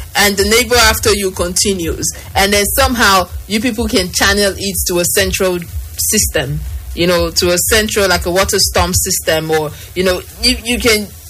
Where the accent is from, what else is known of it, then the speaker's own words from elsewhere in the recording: Lagos, Nigeria; my experience in Lagos, where I grew up in Lagos